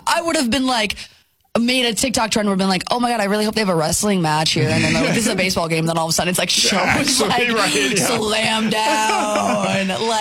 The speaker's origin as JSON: {"language": "English", "town": "Fairmont", "country": "United States", "tie": "born or raised there", "said": "Like, I was back in my hometown in Fairmont"}